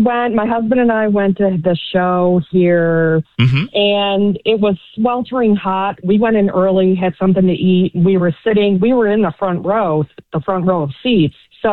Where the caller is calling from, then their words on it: New York, United States; I'm from Central New York.